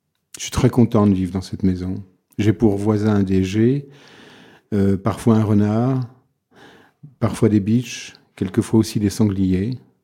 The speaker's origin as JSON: {"language": "French", "town": "Le Creusot", "region": "Bourgogne-Franche-Comté", "country": "France", "tie": "born there", "said": "je suis né au Creusot, qui est une petite ville qui a eu une heure de gloire dans la métallurgie au début du XXe siècle. J'habite en ce moment à 10 km de cette ville."}